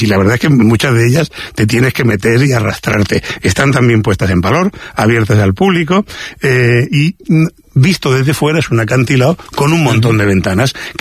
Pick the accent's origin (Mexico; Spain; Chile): Spain; Region of Murcia; Es que no hablo catalán valenciano y encima soy de Murcia, que me como las S, ¿no?